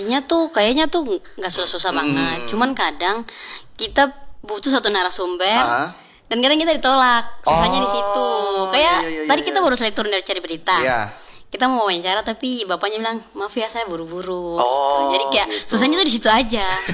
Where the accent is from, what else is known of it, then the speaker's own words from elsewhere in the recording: North Maluku, Indonesia; born there; moved away; Aslinya aku lahirnya di Obi.